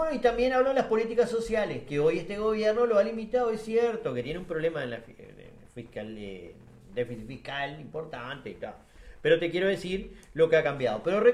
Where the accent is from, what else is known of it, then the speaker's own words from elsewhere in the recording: Uruguay; born there; nosotros nacimos acá en el Uruguay